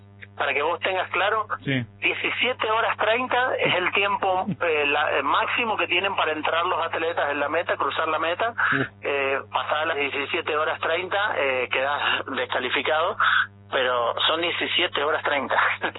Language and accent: Spanish; San Juan, Argentina; como somos los sanjuaninos